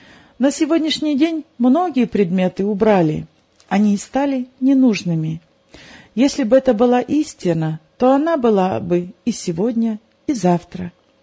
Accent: Kazakhstan; Я казах, бывший коммунист со стажем 23 года.

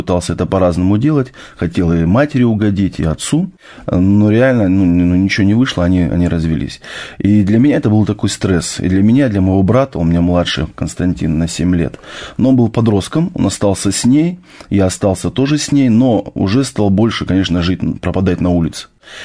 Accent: Miass, Chelyabinsk Oblast, Russia; born there; Мне 34 года. У меня вот семья, замечательная жена, трое детей. Я сам с Южного Урала, это город Миасс, Челябинская область. Уже как 12 лет я верующий человек

